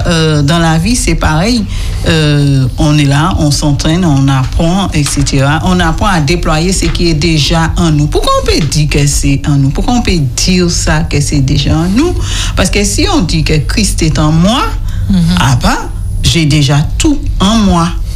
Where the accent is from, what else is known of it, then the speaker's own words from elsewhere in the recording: St. Lucia; je suis de Sainte-Lucie et à Martinique, tout près, on s'est dit étranger.